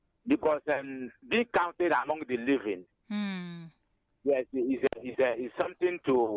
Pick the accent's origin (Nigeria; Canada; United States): Nigeria; Nkomoro, Ebonyi; as usual. I'm meeting you from my hometown here in Nkomoro, which is located in Inyaba, the women's center of Ebonyi State.